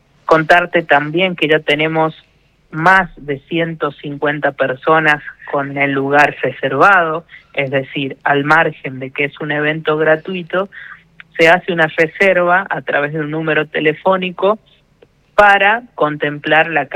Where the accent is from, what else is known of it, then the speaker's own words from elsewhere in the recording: La Rioja, Argentina; moved away as an adult; now in Pico Truncado, Argentina; me ha llevado a trasladarme acá a la ciudad de Pico Truncado. Yo soy de La Rioja, vengo desde allá. Estoy radicado hace casi 13 años aquí en la localidad